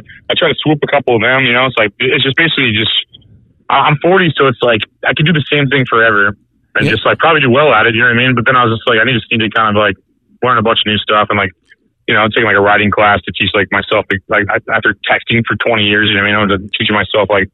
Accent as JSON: {"language": "English", "town": "O'Fallon", "region": "Missouri", "country": "United States", "said": "I'm from, like, you're close to there. Yeah. I'm from St. Charles County originally."}